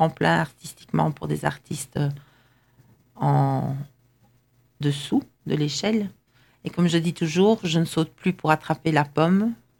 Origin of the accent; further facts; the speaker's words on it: Esneux, Wallonia, Belgium; Je viens d'Esneux.